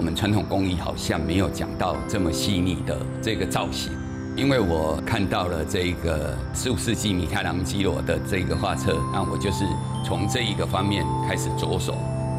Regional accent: Tainan, Taiwan; 我1963年出生于这个台南，鹿耳门一带。因为我们家是从事赛演的工作嘛，我祖辈啊都是从事这一个盐工

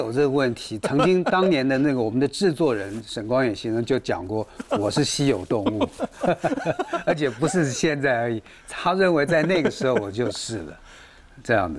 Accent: Taiwan; born there; 我是出生在台湾的这个外省第二代，我的父母他们都是从大陆过来

